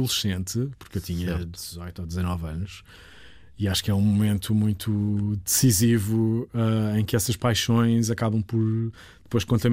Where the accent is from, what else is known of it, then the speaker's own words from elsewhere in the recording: Sesimbra, Setúbal, Portugal; also born or lived in Lisbon; eu sou de Sesimbra, nasci em Lisboa, mas toda a minha vida, toda a minha infância e juventude foi passada em Sesimbra.